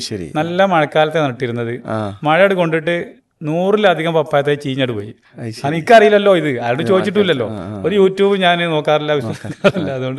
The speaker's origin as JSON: {"language": "Malayalam", "region": "Kerala", "country": "India", "said": "നമ്മളെ ഈ മലബാർ മേഖലയിലെ"}